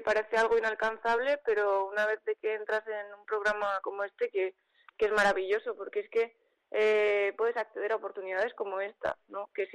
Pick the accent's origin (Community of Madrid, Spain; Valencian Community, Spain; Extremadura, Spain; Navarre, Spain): Navarre, Spain; moved away as an adult; now in Soria, Spain; yo soy de Navarra.